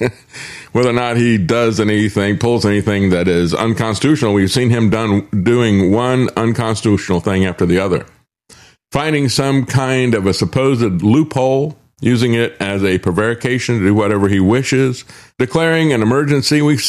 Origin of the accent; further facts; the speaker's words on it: United States; I grew up in America that didn't have the police in school.